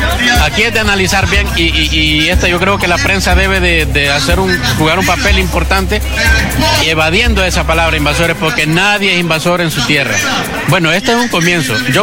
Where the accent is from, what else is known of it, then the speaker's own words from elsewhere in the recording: Honduras; Somos hondureños todos, y por ser hondureños no somos invasores.